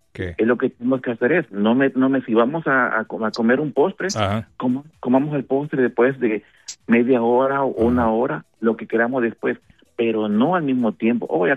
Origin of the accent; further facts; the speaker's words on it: Mexico; Yo soy mexicano.